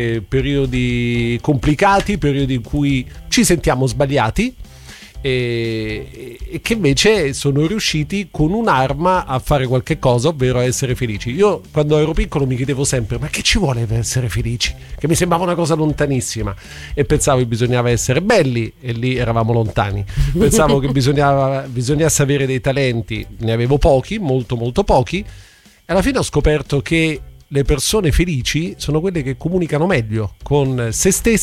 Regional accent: Germany; Italian is a second language

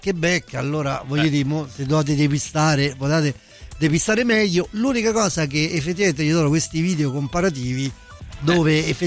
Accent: Apulia, Italy; Sono pugliese.

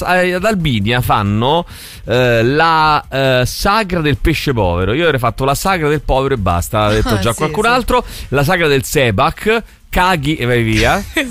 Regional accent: Martinengo, Lombardy, Italy; Allora, il mio paese, in provincia di Bergamo, c'è la sagra della patata di Martinengo.

